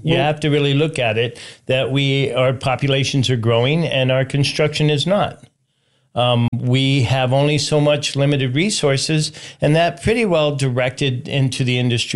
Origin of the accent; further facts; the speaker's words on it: Puerto Rico; moved away; I grew up in Puerto Rico.